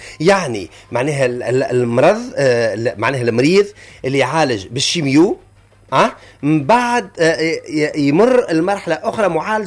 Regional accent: Tunisia; نحن عندنا في تونس

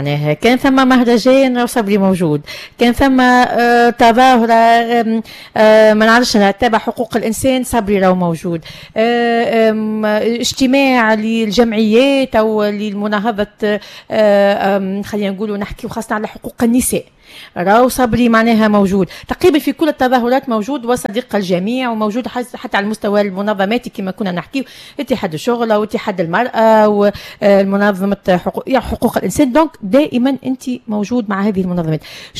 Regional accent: Tunisia; عندنا في تونس

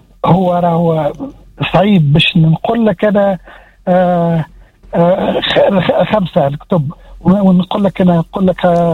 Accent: Tunis, Tunis Governorate, Tunisia; born there; وانا احنا من مواليد 55 في نجل باشا، وكانت لي المكتبة الوطنية في العطارين معناتها قريبة.

